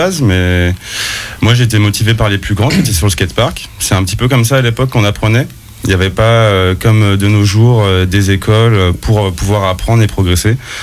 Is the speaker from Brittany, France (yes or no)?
no; La Tranche-sur-Mer, Pays de la Loire, France; du coup je viens de la Tranche, exactement au Conche.